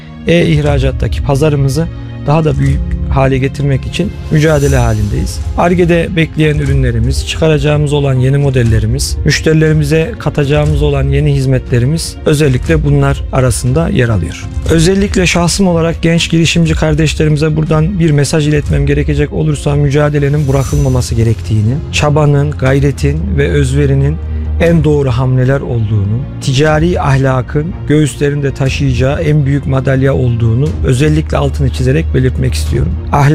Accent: Kayseri, Turkey; 1988 Kayseri doğumluyum. İlk, orta, lise ve lisans öğretimimi Kayseri'de tamamladım.

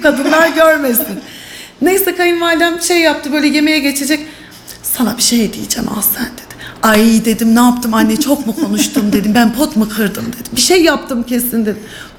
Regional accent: Kayseri, Turkey; Ben de Kayseri'nin yerlisiyim, eşim de Kayseri'nin yerlisi.

